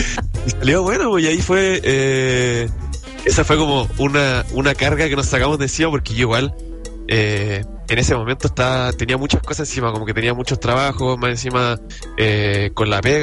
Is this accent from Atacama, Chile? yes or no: no; Coquimbo, Chile; Coquimbo, que es de donde yo vengo, donde está todo el cariño que yo tengo por la cocina, sobre todo por el mar, porque yo siempre he sido una persona que me he criado en el mar y con la comida de mar.